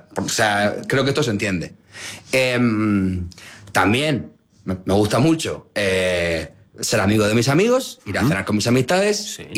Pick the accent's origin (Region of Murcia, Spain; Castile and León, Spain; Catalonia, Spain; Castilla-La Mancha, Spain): Region of Murcia, Spain; Murcia; Soy un chico de Murcia, nací en el año 86.